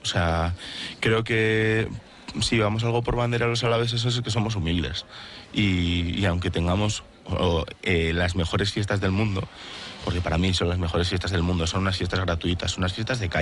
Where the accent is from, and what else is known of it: Vitoria-Gasteiz, Basque Country, Spain